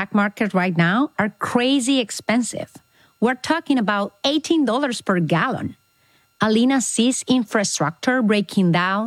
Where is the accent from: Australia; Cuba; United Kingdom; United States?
Cuba; Havana; moved away; Havana, the capital, and my hometown, where I grew up in the 90s.